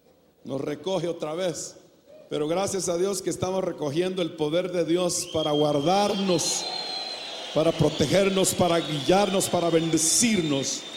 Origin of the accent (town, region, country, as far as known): Guatemala